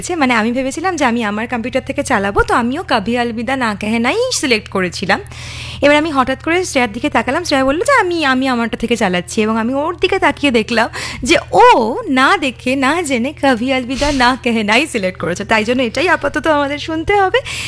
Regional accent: Belgharia, West Bengal, India; আমি যে জায়গায় বড় হয়েছি মানে বেলঘড়িয়া তো একটু শহরতলি

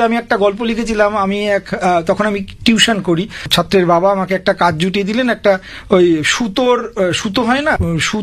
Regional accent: Nabagram, West Bengal, India; এটা হচ্ছে পঞ্চায়েত এলাকা, সেই নবগ্রাম পঞ্চায়েত এলাকায় আমার জন্ম, আমার বেড়ে ওঠা, আমি আজ 50 বছর বয়স পর্যন্ত ওখানেই আছি

